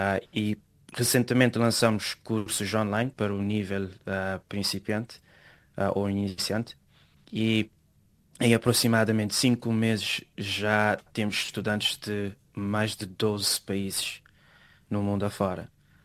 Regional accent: Sal Island, Sal, Cape Verde; moved away as an adult; now in United States; E eu sou da Ilha do Sal.

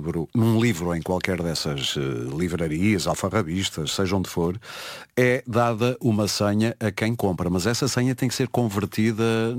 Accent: Porto, Norte, Portugal; É que eu também sou do Porto

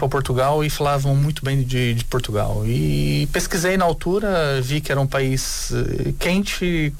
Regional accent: São Bernardo do Campo, São Paulo, Brazil; also born or lived in Peruíbe; Eu nasci em São Bernardo do Campo, faz parte do Grande ABC, e o Grande ABC é zona periférica de São Paulo. Cresci ali até os meus 17 anos

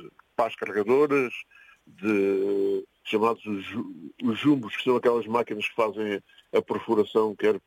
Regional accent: Messejana, Alentejo, Portugal; also born or lived in Odemira; Eu nasci em Odmira, mas atualmente moro em Mesana. Atualmente desde os 6 anos, portanto há 60 anos que moro por aqui.

